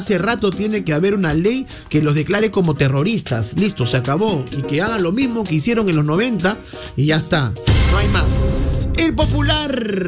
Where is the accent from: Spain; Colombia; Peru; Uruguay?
Peru; Somos ágiles los peruanos.